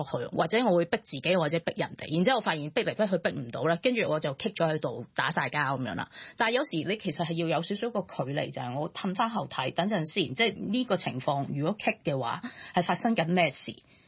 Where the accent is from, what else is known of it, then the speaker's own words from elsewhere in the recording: China; 其實我覺得 S 咧同一啲我哋中國人一啲傳統嘅哲學咧，其實係好似嘅。